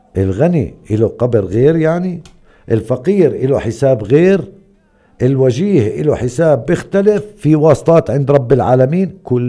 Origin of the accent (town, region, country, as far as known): Palestine